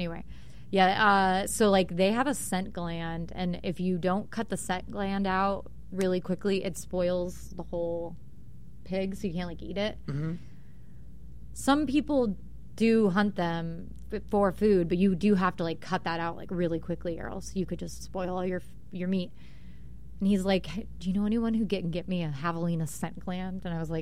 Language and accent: English; Tucson, Arizona, United States; Growing up in Tucson is a big rodeo town, too.